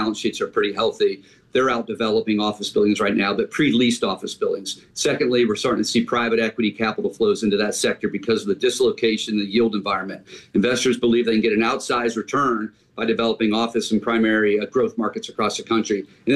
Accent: Detroit, Michigan, United States; and I'm from Detroit, Michigan, so I can pick on Detroit, Cleveland, Pittsburgh, Chicago

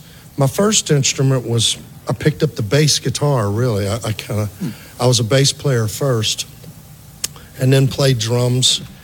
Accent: Baton Rouge, Louisiana, United States; This is my hometown. Baton Rouge is my hometown, born and raised here.

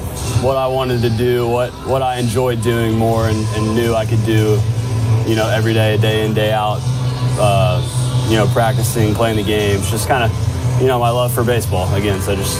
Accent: Tennessee, United States; Yeah, so I grew up in Tennessee, so a Braves fan.

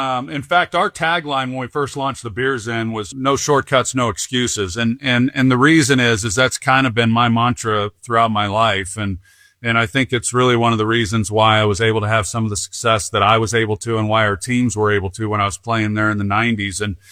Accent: Oklahoma, United States; born there; I grew up in Oklahoma when my family moved there when I was 12 years old.

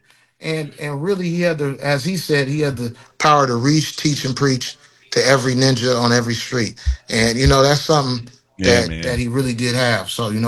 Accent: Oakland, California, United States; born and raised in Oakland, so you know, I'm from the town

